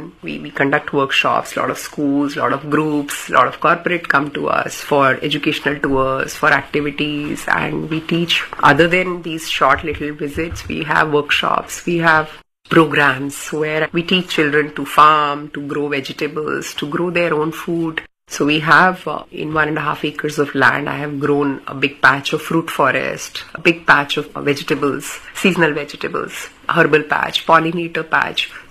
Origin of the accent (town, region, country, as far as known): Delhi, India; born or raised there